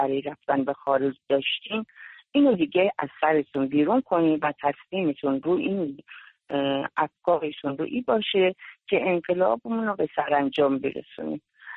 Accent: Iran; یه جایی برم خالص از ایران، ولی از ایرانم جدا نباشم. ما واقعا ایرانمون رو دوست داریم، وطنمون رو دوست داریم.

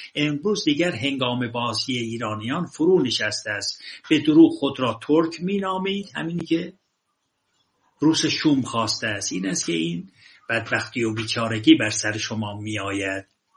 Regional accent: Iran; من نخستین ایرانی هستم یا تنها ایرانی هستم که سرلشکر گوهر دوده را دیدم.

